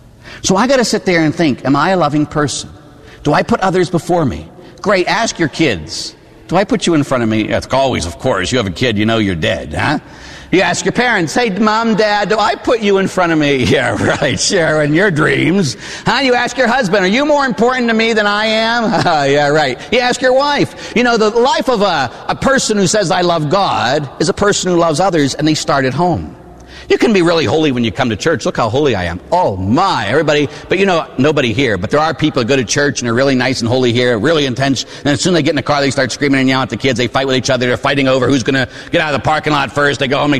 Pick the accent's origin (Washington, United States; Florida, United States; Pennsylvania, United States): Pennsylvania, United States; Pittsburgh; born or raised there